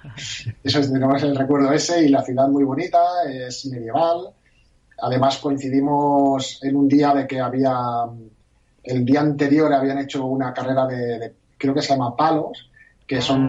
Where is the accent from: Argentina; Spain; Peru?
Spain; Barcelona, Catalonia; la gente como yo, que somos de Barcelona